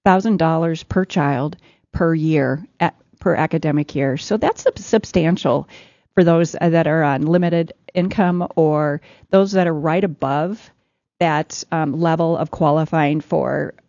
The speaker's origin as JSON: {"language": "English", "region": "North Dakota", "country": "United States", "said": "representing so many voices across my home state of North Dakota."}